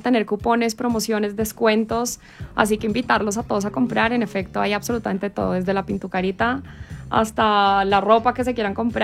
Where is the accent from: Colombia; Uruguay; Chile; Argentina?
Colombia; Para mí, como colombiano, sí entiendo un poco